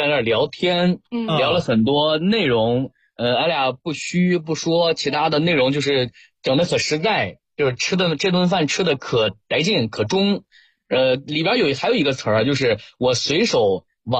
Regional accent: Zhengzhou, Henan, China; 咱郑州人、河南人很多人都说咱堆碗烩面吧。

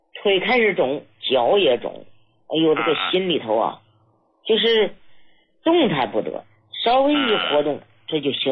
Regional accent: Hebei, China; 我是河北的。

